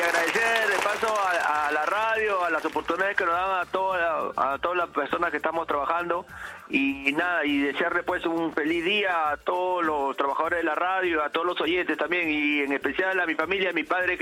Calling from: Lima, Peru; Ahorita estoy por Lima Cercado como referencia con Colisea Mauta.

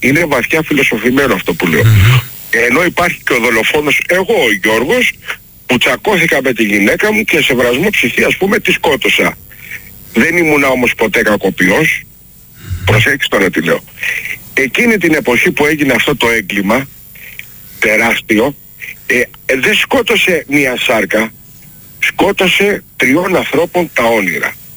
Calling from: Greece

